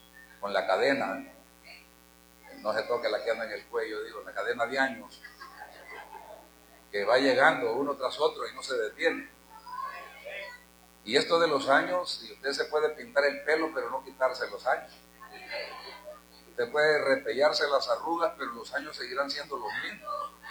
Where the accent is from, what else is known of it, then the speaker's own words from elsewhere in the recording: El Salvador; also born or lived in Honduras; Todos somos catrachos de nacimiento, pero yo me crecí en El Salvador, y ella es la primera de la familia y yo soy el último. Entre nosotros dos hay 21 hermanos más, somos 23 por todos